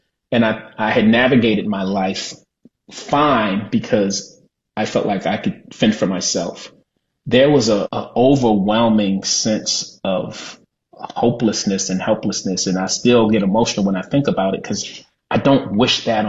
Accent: Baltimore, Maryland, United States; moved away; also born or lived in Los Angeles; growing up in Baltimore, being on the receiving end of excessive force by the police. My time living in LA, being on the receiving end of excessive force by the police.

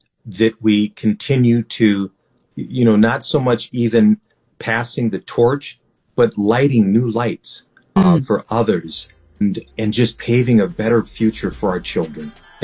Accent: Minneapolis, Minnesota, United States; This little boy growing up in Southside Minneapolis, running through the alleys and everything else.

